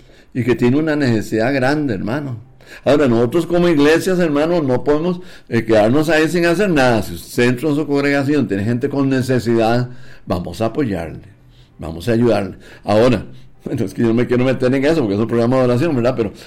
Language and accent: Spanish; Costa Rica; Uno como costarricense